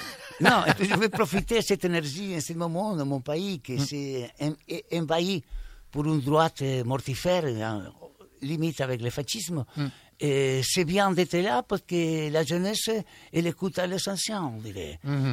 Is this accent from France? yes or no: yes; France; now in El Bolsón, Argentina; il m'a dit que je suis arrêté, et c'était juste le village où je suis maintenant. C'est vrai? Je suis parti de France, si.